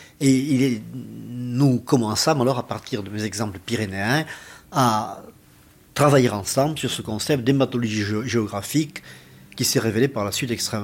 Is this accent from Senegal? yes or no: no; Southern France, France; accent: Midi; moved away as an adult; Moi j'arrivais très intimidé avec mon accent du Midi, parce que je ne connaissais pas Paris